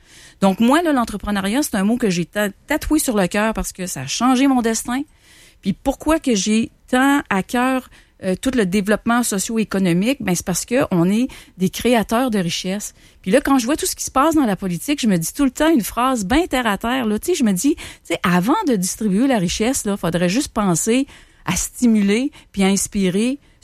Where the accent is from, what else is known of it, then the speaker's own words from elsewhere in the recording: Quebec City, Quebec, Canada; Oui, à Québec. Je viens de Charlebourg.